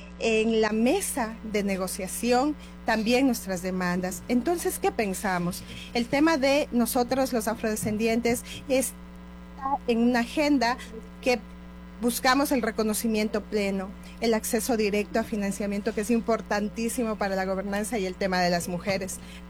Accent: Ecuador; Yo soy ecuatoriana

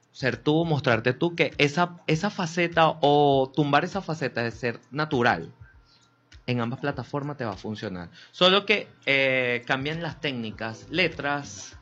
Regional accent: Barquisimeto, Lara, Venezuela; nos identificamos como venezolanos y barquisimetanos.

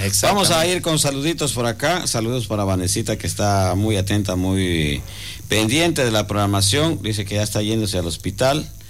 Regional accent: Loja, Ecuador; esas palabras que siempre decimos los lojanos, a veces más que todo los que vivimos en el campo, los que nacimos y crecimos en el campo

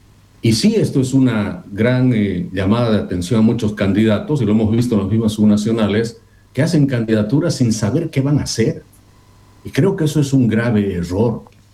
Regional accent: Bolivia

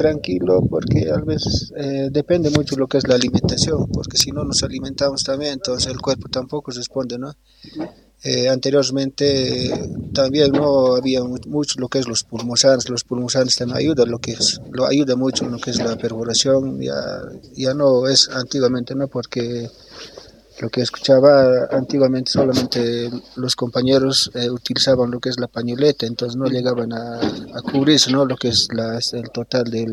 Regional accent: Uncía, Potosí, Bolivia; soy de aquí de Uncía.

